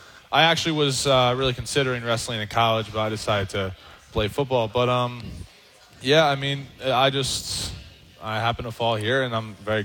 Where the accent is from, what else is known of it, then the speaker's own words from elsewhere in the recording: Bucks County, Pennsylvania, United States; I'm from Pensbury High School in Bucks County, PA, right around the corner.